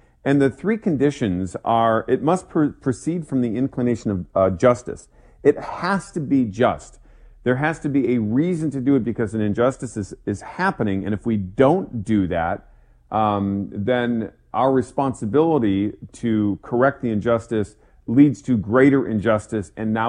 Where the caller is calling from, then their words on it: Wisconsin, United States; Well, I'm calling from Wisconsin now. Normally, it's in Florida. That's where we live generally.